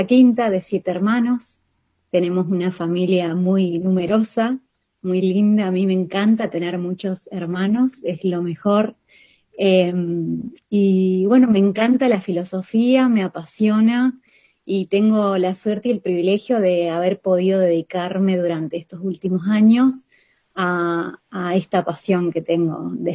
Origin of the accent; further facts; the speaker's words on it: Argentina; also born or lived in Odense, Denmark; Luego regresaron a la Argentina y bueno, y crecí acá toda mi vida.